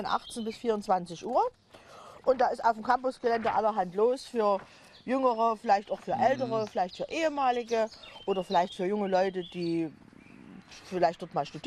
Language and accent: German; Saxony, Germany; born there